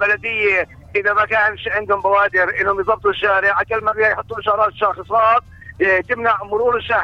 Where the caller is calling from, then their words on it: Tulkarm, West Bank, Palestine; من الكرم.